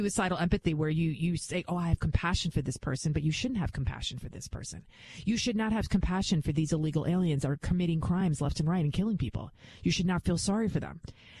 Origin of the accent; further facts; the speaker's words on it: The Bronx, New York, United States; You can tell I'm from the Bronx, right?